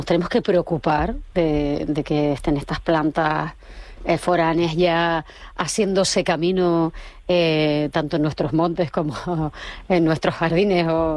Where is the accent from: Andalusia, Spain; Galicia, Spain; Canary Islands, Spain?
Canary Islands, Spain